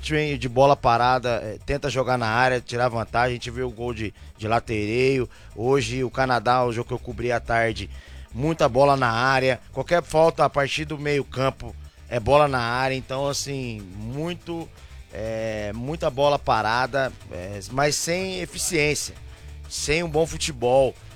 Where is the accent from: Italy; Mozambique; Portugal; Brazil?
Brazil; mas eu sou brasileiro, eu tô com esse frio na barriga aí, viu?